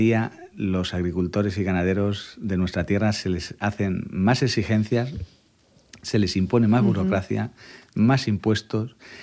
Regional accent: Talavera de la Reina, Castilla-La Mancha, Spain; para trabajar para la gente de mi tierra

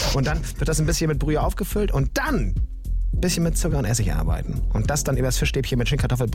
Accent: Rostock, Mecklenburg-Vorpommern, Germany; Ich bin ja Rostocker

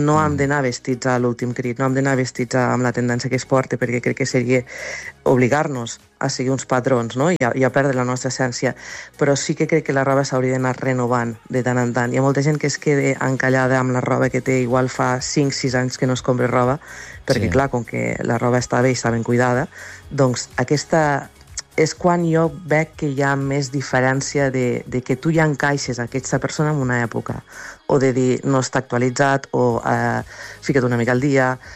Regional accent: Mollerussa, Catalonia, Spain

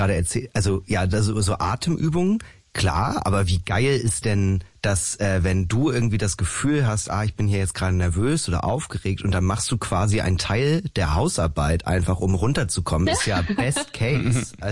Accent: Schleswig-Holstein, Germany; Ja, ich komme aus Schleswig-Holstein, das hatte ich auch vorhin schon einmal kurz erzählt, und ich bin halt von der Kleinstadt, wo ich aufgewachsen bin, dann erstmal so ein bisschen für ein Studium

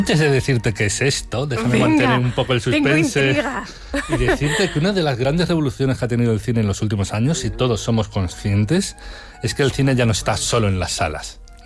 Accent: Spain; yo soy español, es decir, occidental

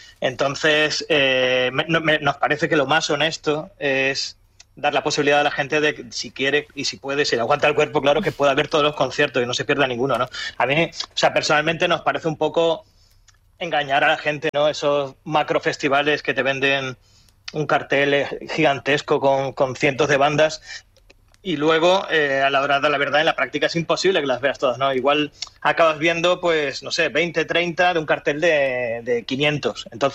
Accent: Málaga, Andalusia, Spain; nosotros para empezar somos malagueños

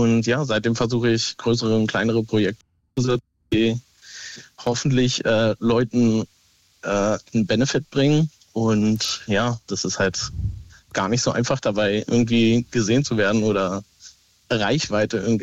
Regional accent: Berlin, Germany; weil wir wohnen halt in Bayern und ich bin ursprünglich Berliner

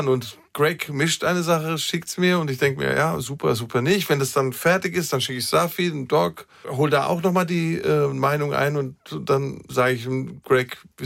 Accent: Armenia; das ist für mich als Armenier eine Steilvorlage

